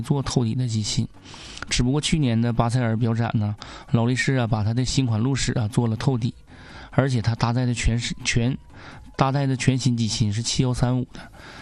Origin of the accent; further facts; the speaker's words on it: Northeast China, China; 用我们东北话说